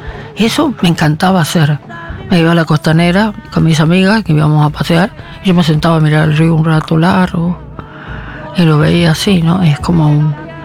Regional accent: Corrientes, Argentina; moved away as an adult; yo nací en Corrientes Capital y me acostumbré, pero ahora, como hace mucho que vivo acá también, es cierto que sufro un poco más el calor cuando voy.

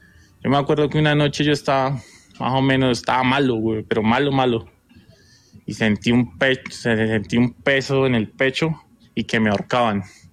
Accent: Llanos Orientales, Colombia; now in Bogotá, Colombia; Yo soy oriundo de los Llanos Orientales, pero en ese momento vivo en Bogotá.

